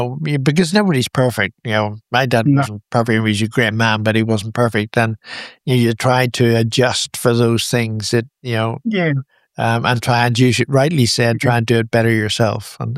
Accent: Belfast, Northern Ireland, United Kingdom; I mean, I grew up in Belfast, and it was all bad in Belfast.

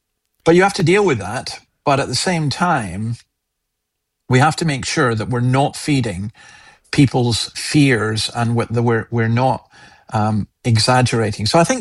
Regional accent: Scotland, United Kingdom; I'm actually quite opinionated and I'm Scottish

